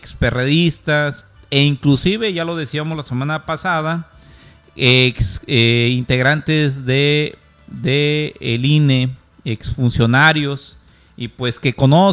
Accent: Mexico; Creo que como mexicanos no todos tenemos que ver que todas las derrotas sean malas.

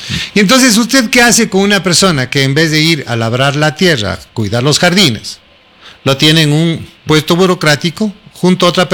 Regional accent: Loja, Ecuador; Yo soy de la Tebaida. Yo siempre digo, soy un cholo filático de la Tebaida

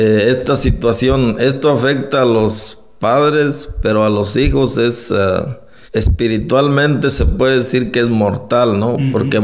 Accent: Jalisco, Mexico; Yo vengo del estado de Jalisco, México, de la sierra. Yo viví con mis papás hasta la edad de 6 años.

